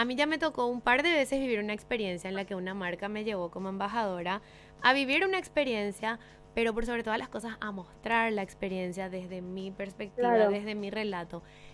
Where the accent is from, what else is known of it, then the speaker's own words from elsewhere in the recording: Paraguay; Somos todos Misses y Misters cuando salimos del país y nos toca decir, yo soy de Paraguay.